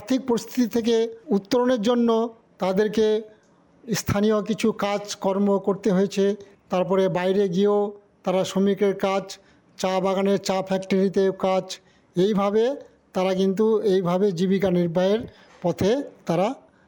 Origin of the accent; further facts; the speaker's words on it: West Bengal, India; আমি যে গ্রামে জন্মগ্রহণ করেছি এই গ্রামে কিন্তু সবারই জমি ছিল, জমির কোনো অভাব ছিল না।